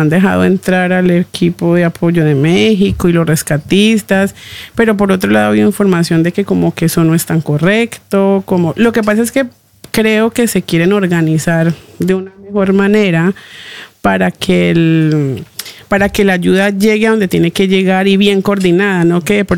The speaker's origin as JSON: {"language": "Spanish", "town": "Palmira", "region": "Valle del Cauca", "country": "Colombia", "said": "yo soy de Palmira, cerca a Cali."}